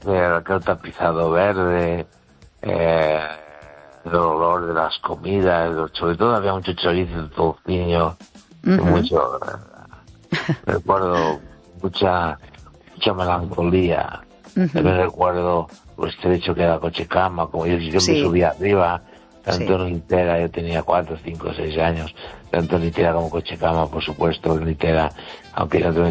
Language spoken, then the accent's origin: Spanish; Galicia, Spain; Y yo conozco mucha gente de donde Feijó. Y mi pueblo está a unos 9 kilómetros o 8 de los Peares. En la montaña.